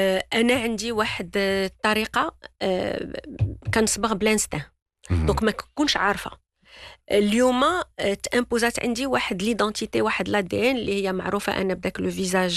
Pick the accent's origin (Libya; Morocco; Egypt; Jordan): Morocco; Rabat, Rabat-Salé-Kénitra; الأزرق pour moi اللون ديال مدينتي اللي هي الرباط.